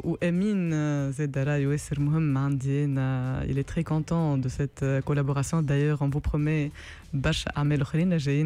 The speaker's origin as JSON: {"language": "Arabic", "country": "Tunisia", "moved": "yes", "said": "معناتها انا خرجت من تونس"}